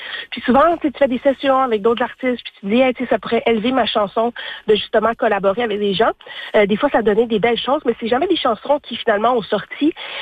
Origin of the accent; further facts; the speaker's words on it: Ontario, Canada; Puis là, je justifie, non, moi, je viens de l'Ontario, une province à côté du Québec.